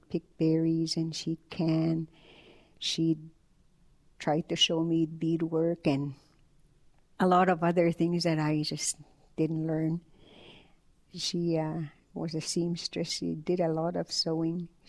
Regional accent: Goodfish Lake Reserve, Alberta, Canada; I'm from the Goodfish Lake Reserve in Alberta. I'm a Cree person, and I was born to a family of 8 children, along with mom and dad, and we lived in a log house

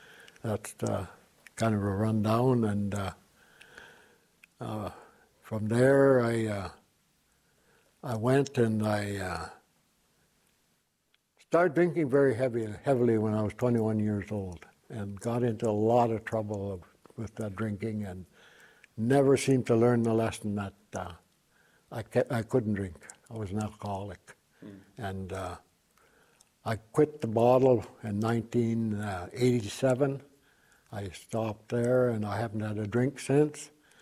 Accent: Saskatchewan, Canada; also born or lived in Prince Albert; I'm from the Musketeer First Nation. I was born in 1938 in Prince Albert in the Holy Family Hospital. Lived all my life on Musketeer pretty well, except when I was out working. And I'm a product of a mixed marriage, my dad being Cree and my mother a Caucasian lady.

